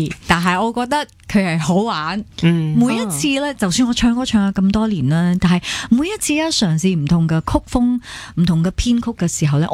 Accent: Malaysia; 因为我觉得好难去定义我哋马来西亚人做嘅 jazz

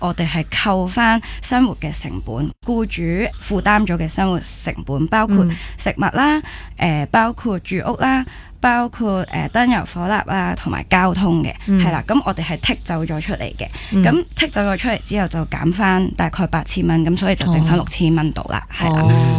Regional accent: Hong Kong

